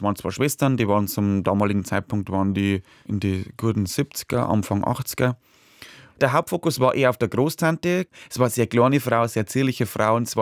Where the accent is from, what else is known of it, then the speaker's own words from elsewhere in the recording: Bavaria, Germany; Also wir haben zum Beispiel immer bei uns in Niederbayern oder ich glaube in meiner Gegend, da sagt man nicht Wiener Würstel oder Frankfurter, bei uns sagt man Durner Würstel.